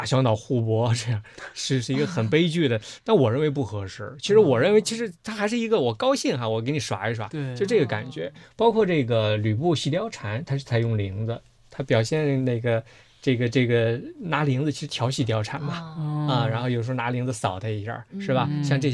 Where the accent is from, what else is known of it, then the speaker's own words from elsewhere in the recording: Shandong, China; 我山东人嘛